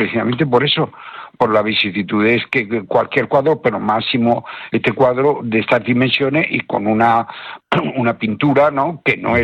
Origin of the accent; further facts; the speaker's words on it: Spain; yo no como catedrático, sino como español, como ciudadano español, una gran satisfacción